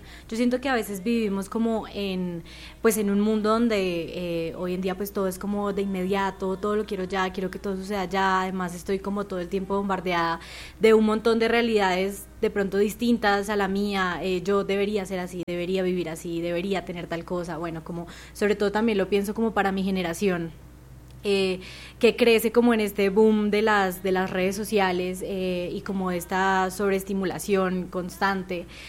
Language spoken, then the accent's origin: Spanish; Pereira, Risaralda, Colombia; Yo nací en Pereira vive toda mi familia, de Pereira es mi abuela